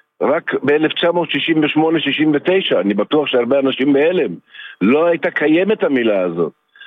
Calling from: Givat Shmuel, Central District, Israel; אני מגבעת שמואל.

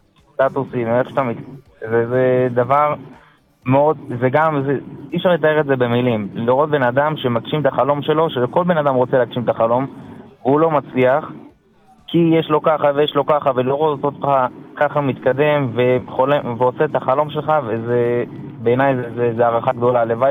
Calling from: Beit Shemesh, Jerusalem District, Israel; אני גר בבית שמש, מהחדשה, בדלית.

